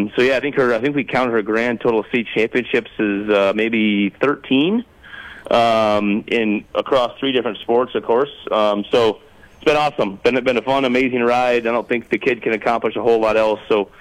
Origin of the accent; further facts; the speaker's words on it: South Dakota, United States; it was just part of growing up in small town. I think growing up in South Dakota in general is a lot of that same mentality.